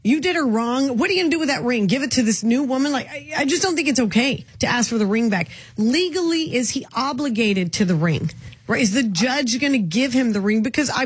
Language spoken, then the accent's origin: English; California, United States; I'm actually from California